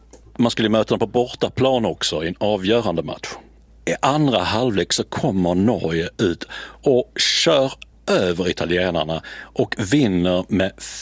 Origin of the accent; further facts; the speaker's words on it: Sweden; Och ja, som svensk var det ju ingen jätterolig upplevelse, om du minns det, Robin.